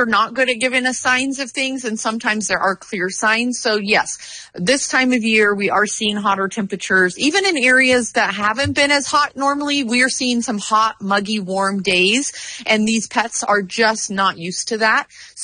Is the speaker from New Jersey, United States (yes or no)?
no; the Valley, California, United States; moved away; I am a Valley girl at heart. I did. Born and raised in the Valley.